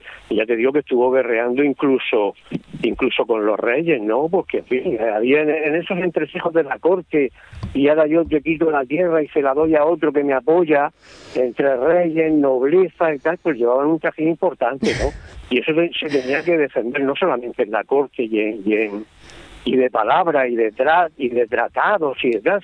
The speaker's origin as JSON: {"language": "Spanish", "region": "Region of Murcia", "country": "Spain", "said": "yo soy de Murcia"}